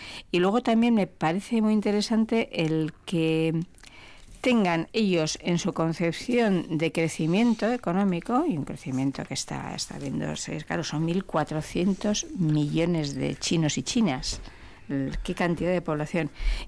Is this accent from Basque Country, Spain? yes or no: yes; Basque Country, Spain; como sería yo aquí una vasca normal y corriente